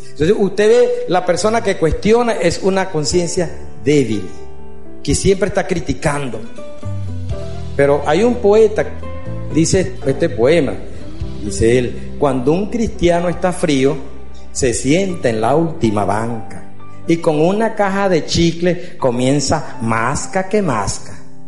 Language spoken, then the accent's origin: Spanish; Los Llanos, Venezuela; Yo soy carnívoro, soy llanero, me gusta la carne en vara, término medio, con yuca y topocho verde.